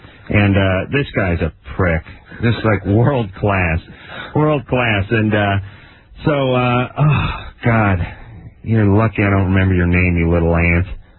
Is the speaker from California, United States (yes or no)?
yes; Los Angeles, California, United States; I grew up in North Hollywood and I always followed the Dodgers.